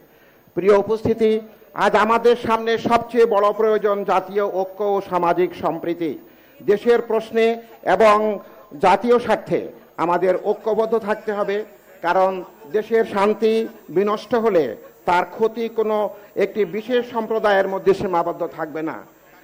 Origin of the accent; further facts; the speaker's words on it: Ramgati, Chittagong Division, Bangladesh; আমার নিজ জেলা লক্ষ্মীপুরের রামগতি উপজেলায় জনগণ আজকের এই অনুষ্ঠান সরাসরি দেখছেন